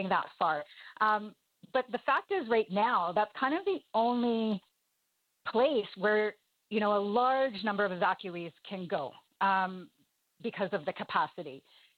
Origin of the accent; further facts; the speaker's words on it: Canada; We're Canadian, so I'm using kilometers.